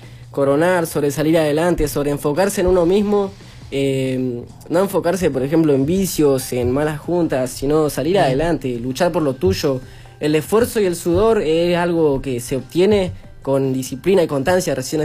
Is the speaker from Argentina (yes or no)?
yes; Argentina; Es como los argentinos